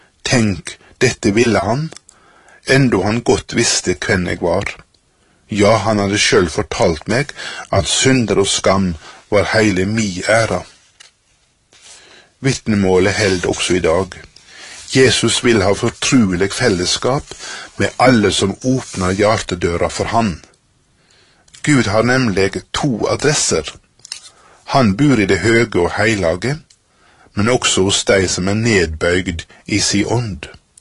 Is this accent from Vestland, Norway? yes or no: yes; Bremnes, Vestland, Norway; born there; Jeg glemmer aldri mitt første vitnemål på Yngres hjemme på Bremnes.